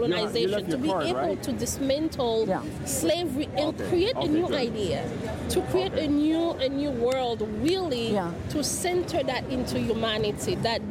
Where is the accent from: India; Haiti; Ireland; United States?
Haiti